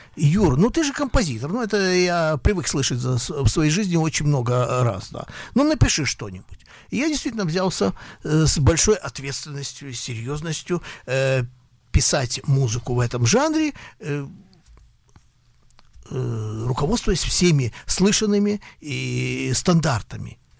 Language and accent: Russian; Odesa, Odesa Oblast, Ukraine; Я жил, да, я жил на уроженец Одессы. В моем слуховом доступе была на радиоволнах вся молдавская и румынская музыка.